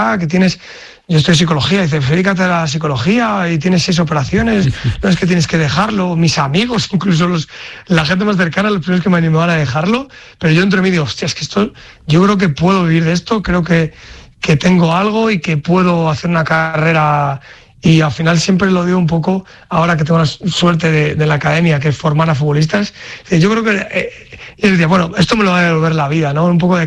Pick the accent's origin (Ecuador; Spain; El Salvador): Spain; León, Castile and León; como buen Cazurro Leonés